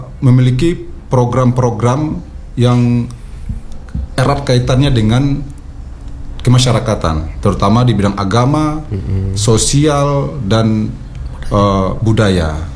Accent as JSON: {"language": "Indonesian", "region": "West Sumatra", "country": "Indonesia", "said": "pedoman kami selaku warga Minangkabau yang tentunya untuk bisa membentengi jiwa, terutama jiwa pribadi masing-masing warga Minangkabau"}